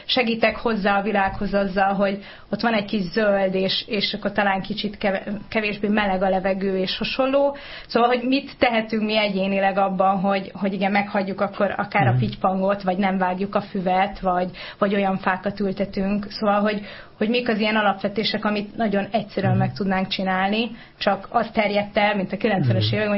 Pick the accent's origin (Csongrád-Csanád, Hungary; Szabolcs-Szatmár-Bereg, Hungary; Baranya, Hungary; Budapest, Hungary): Szabolcs-Szatmár-Bereg, Hungary; Nyíregyháza; gyerekként a Nyíregyházának, ahol én felnőttem, volt egy testvérváros a Kajáni Finnországban